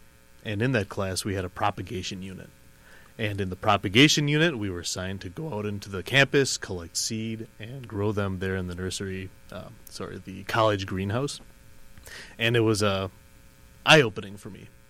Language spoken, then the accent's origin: English; De Pere, Wisconsin, United States; also born or lived in Stevens Point, Wisconsin; now in Menomonee Falls, United States; I was raised in De Pere, Wisconsin, went to school in Stevens Point for forestry.